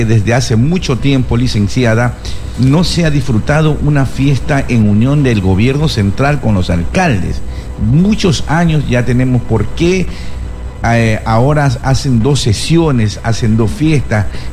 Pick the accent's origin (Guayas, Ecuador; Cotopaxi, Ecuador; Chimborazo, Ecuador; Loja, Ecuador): Guayas, Ecuador; Guayaquil; me uno a ese festejo de la Perla del Pacífico, mi ciudad natal, está de aniversario.